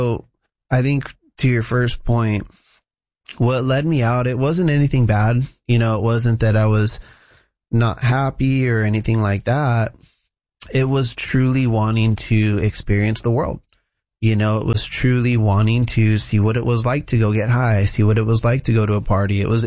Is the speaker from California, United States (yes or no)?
yes; California, United States; moved away as an adult; now in Portland, United States; So we grew up in Southern California. I've lived everywhere in Southern California. We've lived in Hacienda Heights, West Covina, Diamond Bar, all over the place, Glendora, you name it. I've lived there. But we last lived in Diamond Bar before moving up.